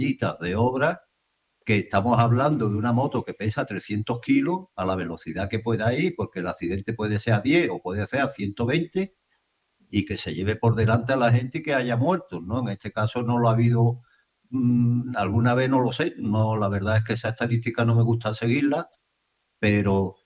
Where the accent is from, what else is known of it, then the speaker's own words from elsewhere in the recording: Cádiz, Andalusia, Spain; soy de aquí de Cádiz